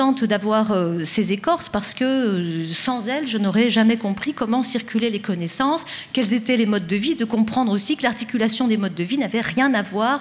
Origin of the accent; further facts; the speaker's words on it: France; moved away; also born or lived in Senegal; les modes de vie articulés que nous avions en tant que Français au Sénégal